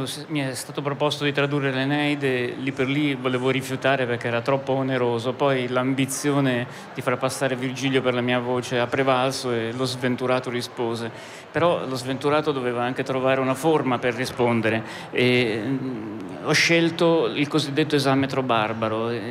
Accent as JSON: {"language": "Italian", "town": "Turin", "region": "Piedmont", "country": "Italy", "tie": "born or raised there", "moved": "as an adult", "lives_now": "Siena, Italy", "said": "io adesso vivo a Siena da tanto tempo, ma sono cresciuto a Torino fino alla maturità classica."}